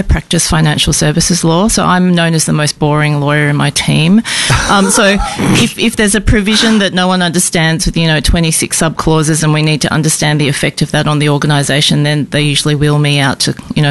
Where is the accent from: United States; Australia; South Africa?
Australia; Warwick, Queensland; born there; also born or lived in Singapore; I was actually born overseas in Singapore, and the first place that we settled in when we came to Australia was rural Queensland